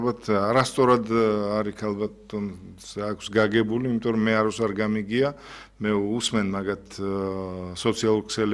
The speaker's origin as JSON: {"language": "Georgian", "town": "Zugdidi", "region": "Samegrelo-Zemo Svaneti", "country": "Georgia", "said": "მე როგორც ზუგდიდელი"}